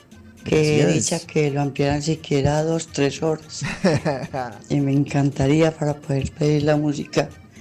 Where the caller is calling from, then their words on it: Envigado, Antioquia, Colombia; Soy … de Envigado.